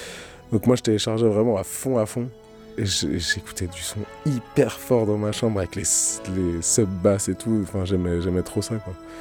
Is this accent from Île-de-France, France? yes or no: no; Nantes, Pays de la Loire, France; born there; also born or lived in Teillé; quand j'ai déménagé de Théillé, que je suis arrivé à Nantes avec mes parents